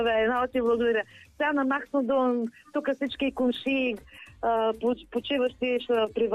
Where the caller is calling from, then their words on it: Plovdiv, Plovdiv Province, Bulgaria; от Пловдив